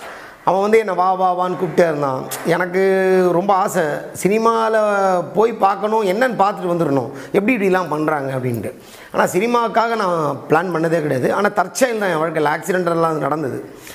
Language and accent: Tamil; Tirunelveli, Tamil Nadu, India; born there; என்னோடய பூர்வீகம் திருநெல்வேலி, பாளையங்கோட்டை பகுதியில் நான் பிறந்தேன். ஒரு சிஎஸ்ஐ பேக்ட்ராப்பில் நான் பிறந்தேன். என் அம்மா ஒரு ஹிந்து, அப்பா ஒரு சிஎஸ்ஐ கிறிஸ்டியன்.